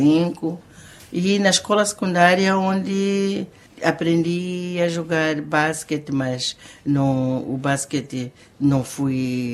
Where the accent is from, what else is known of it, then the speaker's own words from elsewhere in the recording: Tete, Mozambique; Eu sou natural de Tete, sou filha de pai Manyungwe de Marara